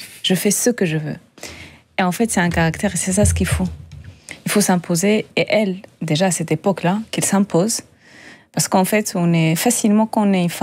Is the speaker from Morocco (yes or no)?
yes; South, Morocco; En fait, moi j'ai grandi au Maroc. J'ai grandi dans le sud, donc en fait je pense qu'on a un système de résilience par défaut, on est né avec.